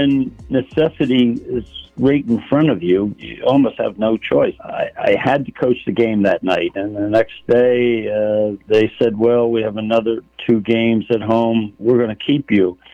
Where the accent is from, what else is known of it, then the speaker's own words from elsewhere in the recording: Philadelphia, Pennsylvania, United States; And we win the championship, ironically, in my hometown.